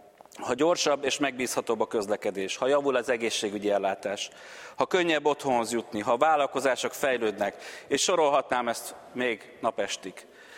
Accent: Hungary; Ezekben a pillanatokban egyszerűen magyarok vagyunk.

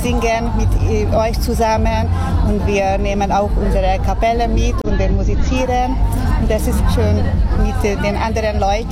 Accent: Kaposvár, Somogy, Hungary; Ja, wir kommen aus Kaposvár. Wir vertreten die Selbstverwaltung von Kaposvár.

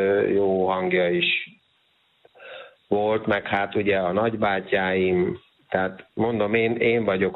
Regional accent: Pécs, Baranya, Hungary; Tehát mielőtt még az Uránváros épült, ugye még mikor én gyerek voltam, akkor még az Uránváros az sehol nem volt. Csak ilyen reptér, meg üres földek.

